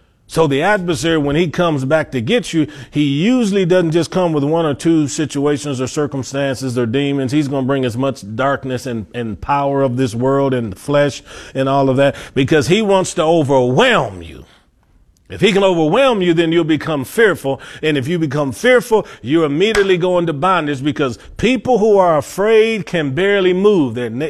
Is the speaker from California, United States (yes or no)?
no; Cleveland, Ohio, United States; moved away as an adult; now in Hebron, United States; growing up in Cleveland